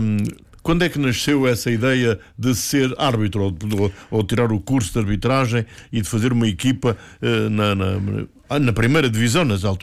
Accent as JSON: {"language": "Portuguese", "region": "Lisbon", "country": "Portugal", "tie": "born there", "said": "Eu também nasci em Alcântara, amigo."}